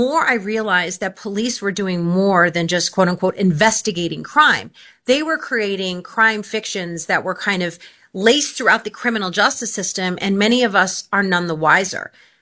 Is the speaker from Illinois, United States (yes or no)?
yes; Chicago, Illinois, United States; I chose Chicago because it's my hometown